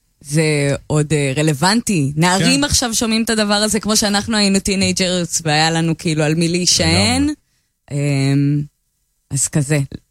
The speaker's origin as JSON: {"language": "Hebrew", "town": "Jerusalem", "region": "Jerusalem District", "country": "Israel", "tie": "born or raised there", "said": "באמת גדלתי במלחה, והרבה ממה שהיינו שומעות זה כזה פופ, כן?"}